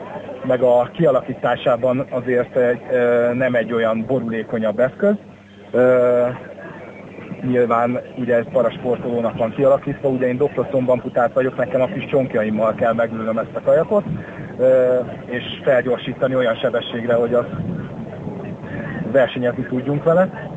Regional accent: Budapest, Hungary; born there; moved away as an adult; now in Ócsa, Hungary; Én belvárosi vagyok, a belvárosban születtem, az 5. kerületbe

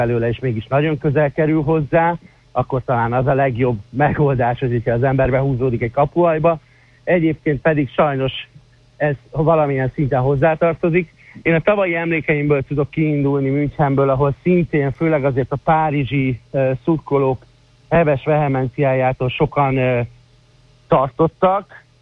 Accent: Hungary; alapvetően magyarként

